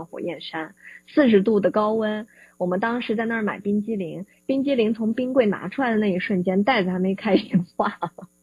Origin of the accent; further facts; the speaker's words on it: Hainan, China; also born or lived in Xinjiang; 所以如果七八月回国的小伙伴可以考虑一下来新疆，因为新疆是我老家，然后所以我很爱我的老家